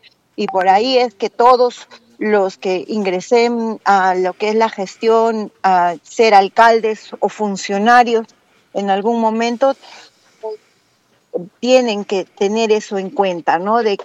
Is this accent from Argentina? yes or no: yes; Rosario, Santa Fe, Argentina; Yo soy rosarina, ex rosarina